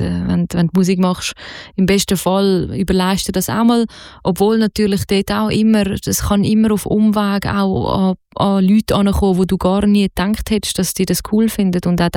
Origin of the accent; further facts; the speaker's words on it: Zurich, Switzerland; Also natürlich, ich meine, ich bin aus Zürich, aber ich glaube grundsätzlich, also ich höre ja auch Mundart mit anderem Dialekt